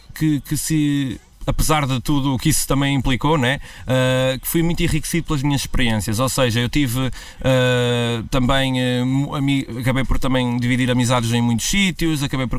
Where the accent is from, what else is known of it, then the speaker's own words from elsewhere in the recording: Porto, Norte, Portugal; born there; moved away; also born or lived in Azores; O Porto, sim, é a cidade onde eu nasci, onde eu tive, onde eu cresci, onde é também a família do meu pai e o meu pai.